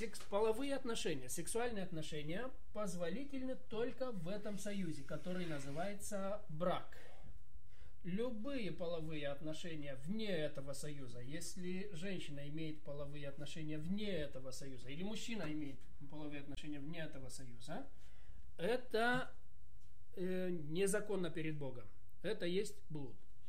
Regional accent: Moldova; Здравствуйте, друзья! Я пастор из Молдовы.

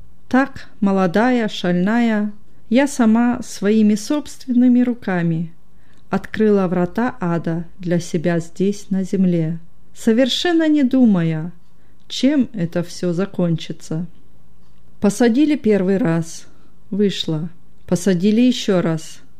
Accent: Selydove, Donetsk Oblast, Ukraine; Родом я из Донецкой области, из городка Селидово. Помню лихие 90-е годы, когда на Украине был беспредел.

